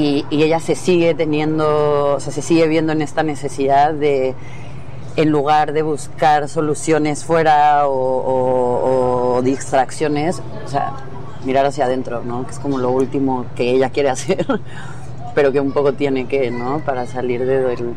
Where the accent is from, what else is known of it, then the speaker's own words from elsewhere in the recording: Mexico; moved away; yo soy de México, y en México, esto está en la novela, pasa mucho, ¿no? Yo creo que aquí también, pero en México, que es donde yo crecí